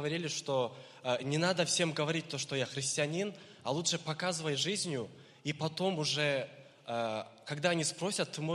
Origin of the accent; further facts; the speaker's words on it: Naryn, Naryn Region, Kyrgyzstan; я из Кыргызстана.